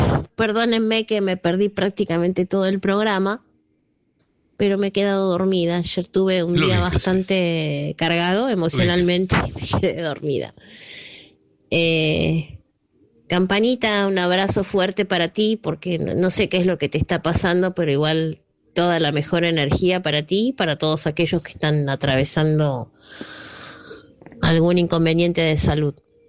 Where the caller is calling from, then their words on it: Caballito, Buenos Aires, Argentina; de Caballito.